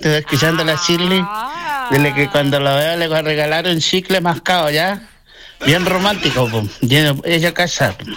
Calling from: Calbuco, Los Lagos, Chile; desde acá, desde mi casa, desde Calbuco.

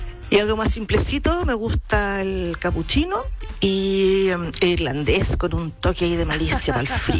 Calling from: Osorno, Los Lagos, Chile; Los llamo desde Osorno, lluvioso, un poquito frío.

